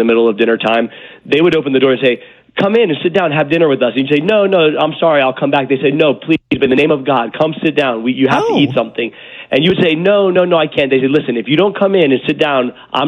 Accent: Atlanta, Georgia, United States; So, and I'm born and raised in Atlanta.

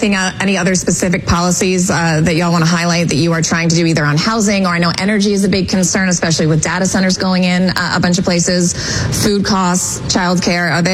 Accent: Colorado, United States; now in New York, United States; I moved here recently, and I talk about on the show a lot, everything here is insanely expensive, but I grew up in Colorado

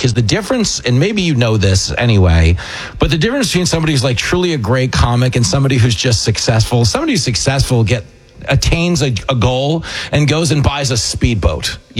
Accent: New York, United States; And as a New Yorker, I feel like I failed you because I did not climb that billboard.

